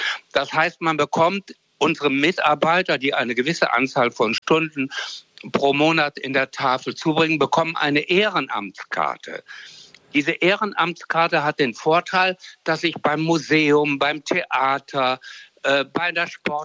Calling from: Lower Saxony, Germany; jedenfalls in Niedersachsen, ich komme aus Niedersachsen

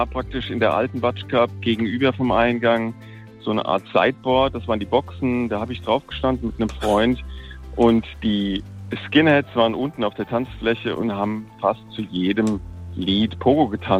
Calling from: Seeheim-Jugenheim, Hesse, Germany; Ich bin aus Seeheim.

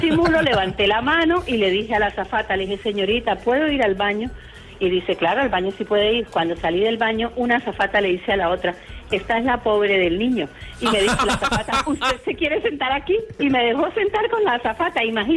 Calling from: Cádiz, Andalusia, Spain; Llamo desde Cádiz.

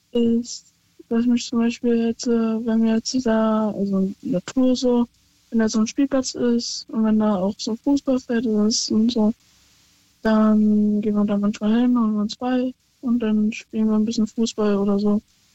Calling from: Berlin, Germany; Ich rufe aus Berlin an.

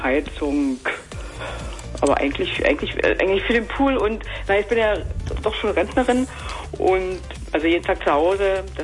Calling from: Schipkau, Brandenburg, Germany; Ich rufe an aus Schipkau. Also Schipkau, nahe am Lausitzring, nahe am Senftenberger See.

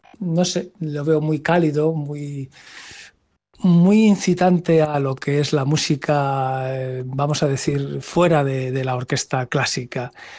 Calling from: Madrid, Community of Madrid, Spain; de Madrid

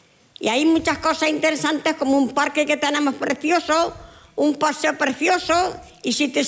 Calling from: Beas de Segura, Andalusia, Spain; mi pueblo es un pueblo histórico. Por allí pasó San Juan de la Cruz, Santa Teresa.

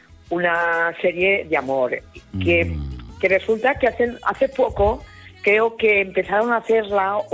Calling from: Ontinyent, Valencian Community, Spain; Llamo de Ontinyent, de la provincia de Valencia.

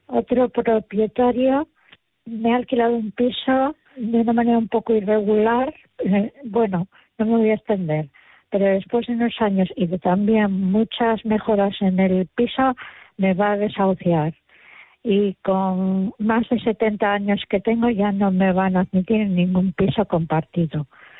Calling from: Santander, Cantabria, Spain; llamo de Santander.

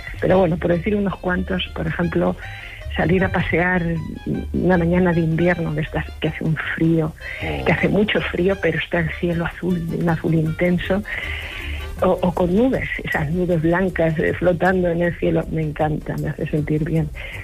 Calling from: Ciudad Real, Castilla-La Mancha, Spain; de Ciudad Real.

